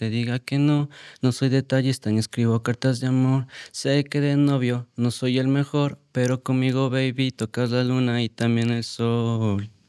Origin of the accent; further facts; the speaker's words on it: Ecuador; moved away; yo salí de Ecuador con un objetivo también claro, porque salí hace 2 años